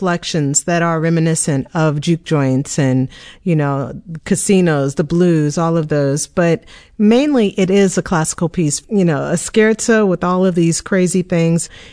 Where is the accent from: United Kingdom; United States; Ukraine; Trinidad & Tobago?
United States; Louisville, Kentucky; born there; And I was born in Louisville, Kentucky.